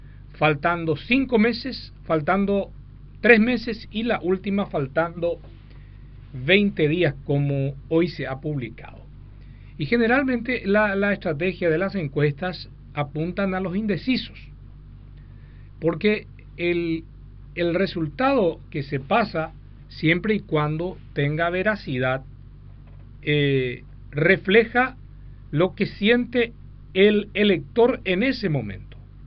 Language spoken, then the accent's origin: Spanish; Paraguay